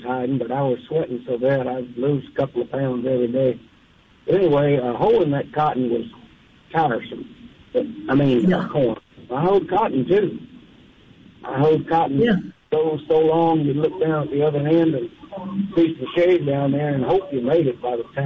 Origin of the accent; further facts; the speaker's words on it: Mississippi, United States; Okay, I grew up on the Mississippi State campus. And back in the 50s, when I was a youngster, I worked for the experiment station down in the cornfields and cotton.